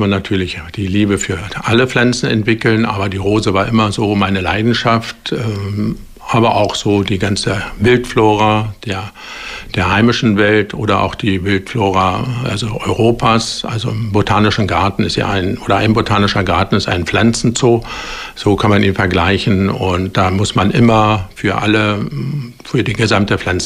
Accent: Berlin, Germany; moved away as an adult; now in Braunschweig, Germany; ich bin gebürtiger Berliner, bin also in Berlin geboren, bin dort aufgewachsen, habe auch meine Gärtnerlehre dort in Berlin schon abgeschlossen.

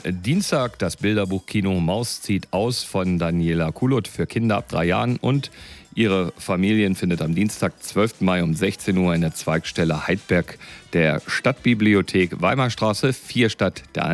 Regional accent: Peine, Lower Saxony, Germany; Und da ist natürlich an allererster Stelle zu nennen in meiner Heimatstadt das 26. Highland Gathering, das Schottenfestival, die Schottentage in Peine an diesem Wochenende.

